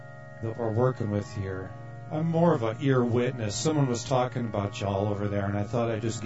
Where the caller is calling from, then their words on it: Larkspur, Colorado, United States; I'm calling from American Drawbacks here in Larkspur, Colorado.